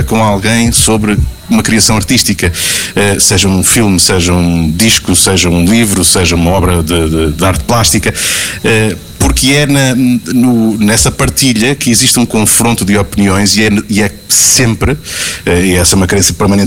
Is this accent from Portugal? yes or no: yes; Castelo Branco, Centro, Portugal; Porque eu sou de Castelo Branco. Castelo Branco, quando eu cresci em Castelo Branco, não era exatamente a terra do leite e do mel no que a oferta cultural diz respeito.